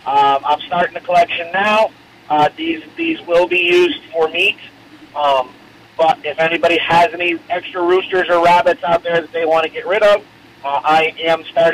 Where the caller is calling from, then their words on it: Monkton, Vermont, United States; I am in Moncton.